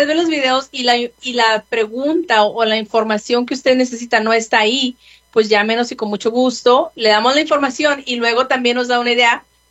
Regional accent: Casas Grandes, Chihuahua, Mexico; Casas Grandes, Chihuahua. Bueno, yo soy

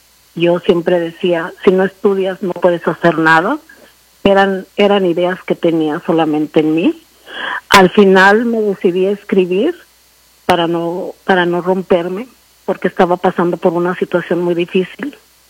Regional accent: Zacatecas, Mexico; born there; moved away as an adult; Bueno, yo soy una mujer mexicana. Nací en el estado de Zacatecas, en un pueblito pequeño. Soy madre de 4 hijos. Soy una inmigrante que vino a este país en el 96.

